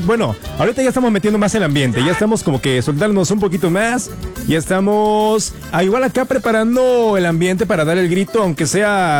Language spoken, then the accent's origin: Spanish; Puebla, Mexico; una que es de mi tierra, una que es de mi zona, que es de mi pueblito, de mi cerrito